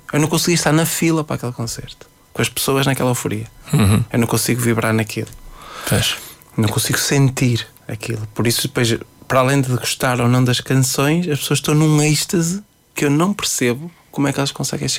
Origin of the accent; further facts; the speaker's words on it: Fafe, Norte, Portugal; Sabes que eu sou de Faf. Faf já é perto de Vila Real. Já quase Vila Real.